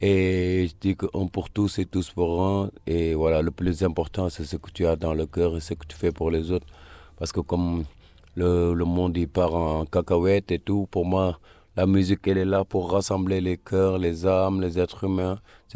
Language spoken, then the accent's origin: French; Senegal; Exactement. On retrouve les mêmes vibes, les mêmes smiles, même énergie et cette hospitalité-là aussi.